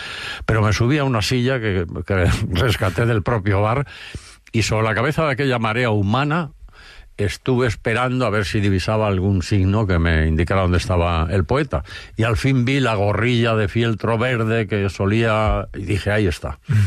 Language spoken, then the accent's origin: Spanish; Spain; ¿es usted el español que lo traje? Sí, yo soy.